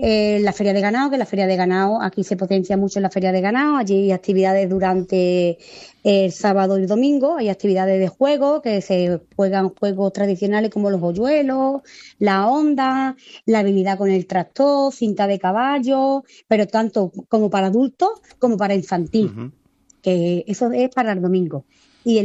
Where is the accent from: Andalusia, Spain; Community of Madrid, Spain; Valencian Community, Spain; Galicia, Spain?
Andalusia, Spain; El Saucejo; mi pueblo es un pueblo con mucho ambiente. No hace falta que sea feria, pero aquí tenemos siempre muy buen ambiente